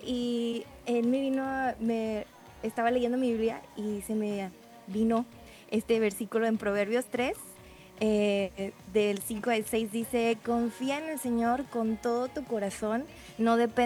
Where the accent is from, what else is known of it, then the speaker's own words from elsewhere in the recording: Monterrey, Nuevo León, Mexico; now in Laredo, United States; Bueno, yo soy originalmente soy de Monterrey, Nuevo León, México.